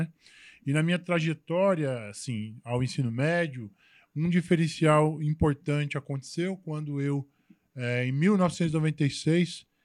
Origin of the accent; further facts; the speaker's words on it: Mogi das Cruzes, São Paulo, Brazil; moved away as an adult; now in Ceará, Brazil; eu sou de Mogi das Cruzes, natural. Mogi das Cruzes, São Paulo, nasci em 1979, 27 de fevereiro.